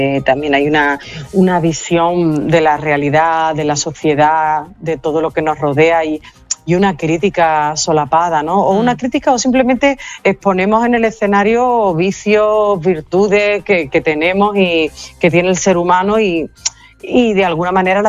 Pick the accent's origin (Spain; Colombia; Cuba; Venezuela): Spain; Zaragoza, Aragon; born there; Yo soy nacida en Zaragoza